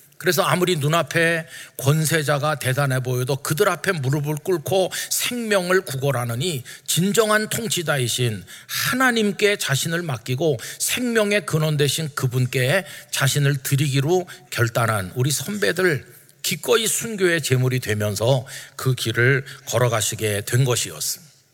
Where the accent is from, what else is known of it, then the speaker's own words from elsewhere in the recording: South Korea; 지금 우리는 대한민국이라는 나라 그 국민으로 살고 있습니다.